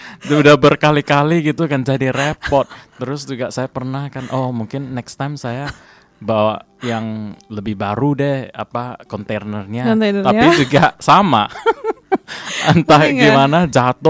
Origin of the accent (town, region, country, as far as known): Indonesia